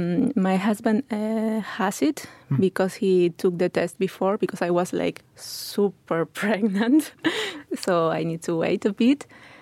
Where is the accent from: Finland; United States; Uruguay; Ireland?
Uruguay; Montevideo; English is a second language; moved away as an adult; now in Luxembourg; I'm 38 years old, I'm Uruguayan, I'm from Montevideo, it's the capital city of Uruguay, from Cerro, that is one of their neighborhoods. I have been in Luxembourg for 7 years now. I came because of my work.